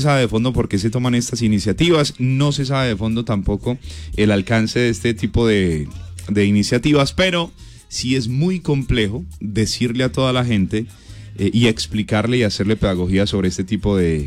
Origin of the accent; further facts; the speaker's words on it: Colombia; Finalmente somos colombianos. Está complejo el tema del agüita.